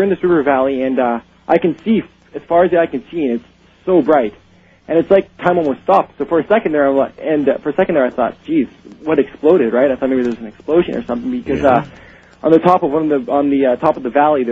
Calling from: Edmonton, Alberta, Canada; I'm calling from Edmonton, Alberta.

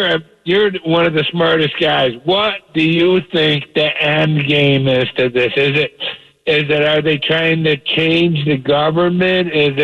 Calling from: New York, United States; I'm calling from New York

